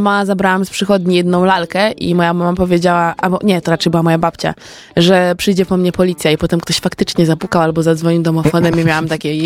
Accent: Warsaw, Masovian Voivodeship, Poland; Bo jestem z Żoliborza całe życie.

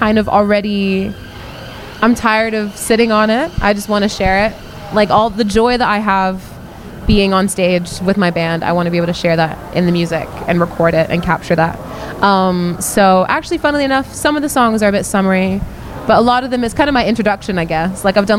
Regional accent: France; moved away as an adult; also born or lived in Germany / Scotland; now in London, United Kingdom; So I'm half American, half French. Sick. Grew up in between France and Germany actually, and then went to Scotland for uni. And then was in Aberdeen first, big up the Dons. And then when I graduated, moved to Glasgow

